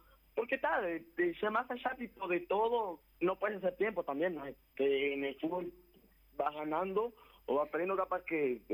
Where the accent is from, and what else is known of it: Uruguay